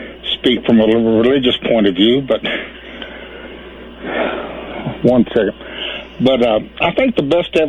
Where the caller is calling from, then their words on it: Amarillo, Texas, United States; I'm calling from Amarillo, Texas.